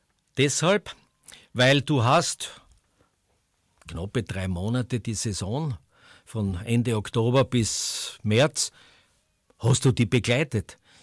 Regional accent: Graz, Styria, Austria; Als erstes habe ich ja Fußball gemacht als Grazer.

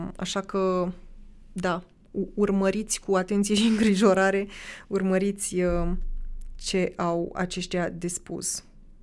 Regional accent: Romania; now in Graz, Austria; eu sunt român brea, așa că hai să vorbim puțin despre asta

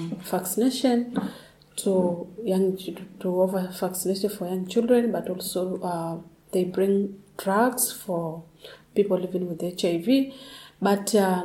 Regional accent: Tanzania; from Tanzania, northern part.

